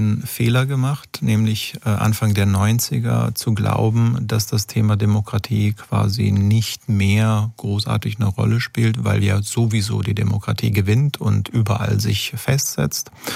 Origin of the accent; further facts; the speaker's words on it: Italy; now in Germany; ich komme ursprünglich aus Italien